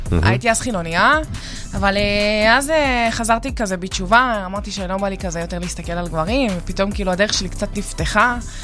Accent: Pardes Hanna-Karkur, Haifa District, Israel; born there; נולדתי בפרדס חנה קרקור.

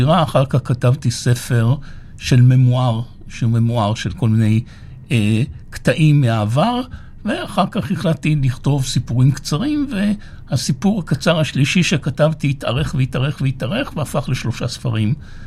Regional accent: Haifa, Haifa District, Israel; born there; also born or lived in Ramat Gan; אני יליד ותושב חיפה, חזרתי אל חיפה אחרי שנים שלא הייתי שם, אפילו הייתי תקופה מסוימת פה ברמת גן בגלות

